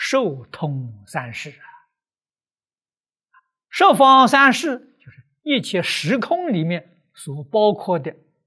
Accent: China; 我们中国人

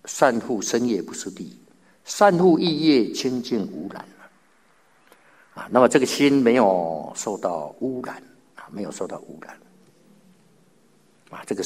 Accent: China; now in Australia; 那明天中秋节啊，那么大家呢也从中国啊来到澳洲啊，那我们都是外国人啊，来到这里啊

